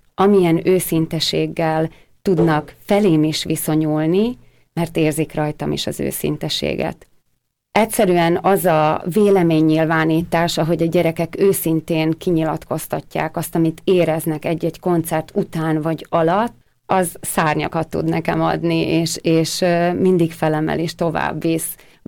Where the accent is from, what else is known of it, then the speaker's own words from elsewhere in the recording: Southern Slovakia, Slovakia; mi itt például a Felvidéken, vagy akár nagy nemzetként is, magyarként meg tudjunk maradni.